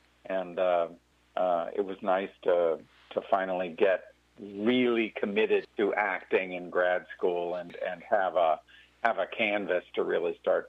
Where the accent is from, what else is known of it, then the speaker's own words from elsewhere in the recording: Virginia, United States; she came from Kentucky, I came from Virginia